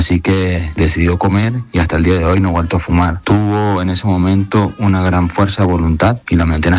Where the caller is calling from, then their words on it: Venezuela; Nosotros somos de Venezuela